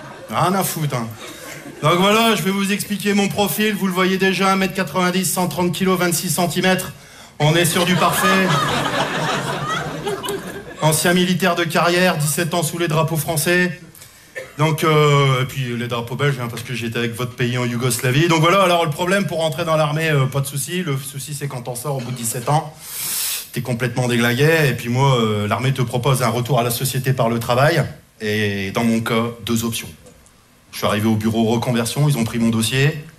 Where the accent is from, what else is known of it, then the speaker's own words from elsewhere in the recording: France; now in Belgium; je suis content parce que je suis français. Mais je me soigne, ça fait 20 ans que j'habite en Belgique.